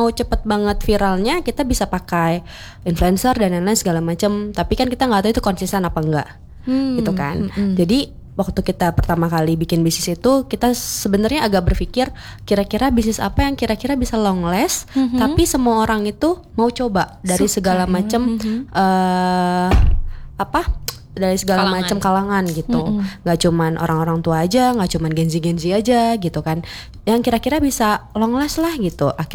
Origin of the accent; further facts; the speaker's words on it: West Java, Indonesia; Saya orang Sunda tapi enggak bisa Sunda.